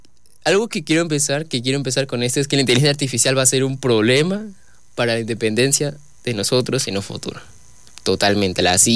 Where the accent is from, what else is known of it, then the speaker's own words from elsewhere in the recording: Ecuador; Tú eres ecuatoriano y hablo como ecuatoriano